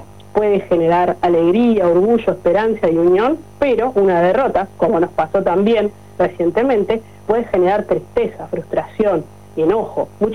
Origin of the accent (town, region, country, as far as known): Uruguay